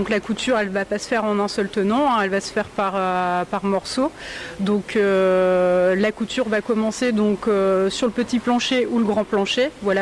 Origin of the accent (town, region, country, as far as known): Hauts-de-France, France